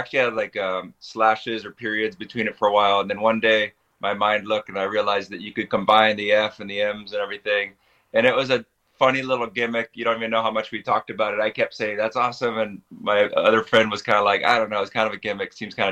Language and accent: English; Hawaii, United States; There's the very beginning is kind of me growing up in Hawaii and the surf part.